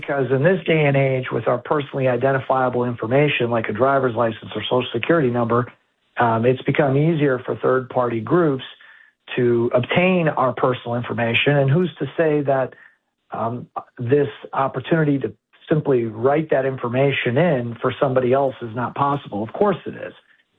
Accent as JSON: {"language": "English", "region": "Ohio", "country": "United States", "tie": "born or raised there", "said": "I was overseas or I was not in my home state. And Ohio accommodates people quite a bit"}